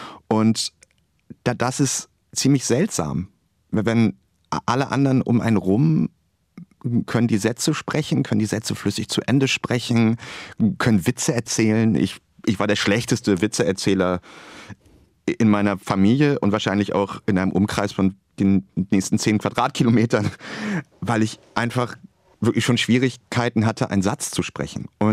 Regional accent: Bremerhaven, Bremen, Germany; moved away; Ich bin in Bremerhaven aufgewachsen. Ich habe da 20 Jahre meines Lebens gewohnt, an mehreren Orten dort.

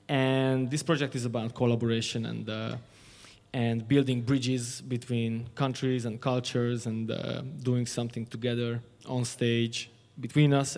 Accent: Hungary; moved away; the next chapter of this project is leading back to my home country, Hungary.

